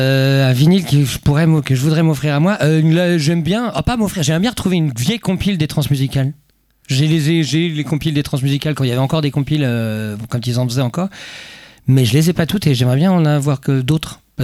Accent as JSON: {"language": "French", "town": "Rennes", "region": "Brittany", "country": "France", "said": "On est rennais, et puis on est sympa."}